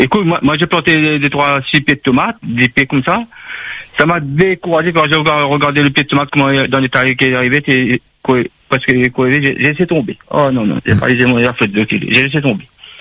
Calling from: Orléans, Centre-Val de Loire, France; Je téléphone d'Orléans.

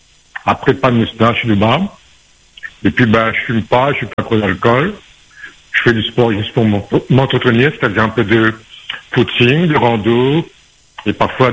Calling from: Saint-Denis, Réunion; je suis de Saint-Denis … Et puis, ben, je suis un créole blanc, un peu basané.

